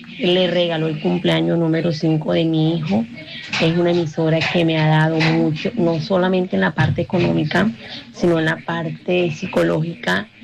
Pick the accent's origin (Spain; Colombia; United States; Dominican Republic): Colombia; Barranquilla, Atlántico; Soy de Barranquilla y doy gracias a Dios porque a usted les colocó ese don de servir.